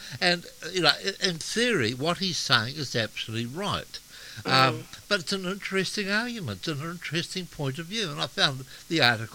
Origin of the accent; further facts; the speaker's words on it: New Zealand; And one of those responsibilities is that we are not having children.